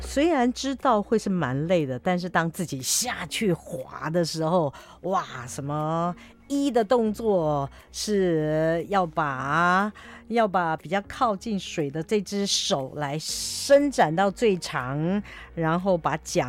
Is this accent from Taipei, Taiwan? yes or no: no; Hualien County, Taiwan; 很小的时候在花莲，